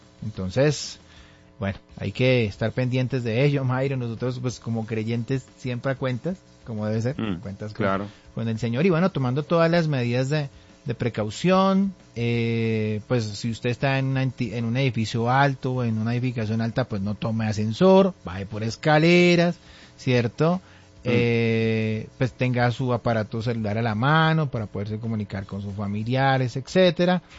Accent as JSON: {"language": "Spanish", "country": "Colombia", "said": "Bueno, entonces pues ya para pesar de nosotros como colombianos, pues ya se ha entregado un primer balance de parte de la presidencia de la República"}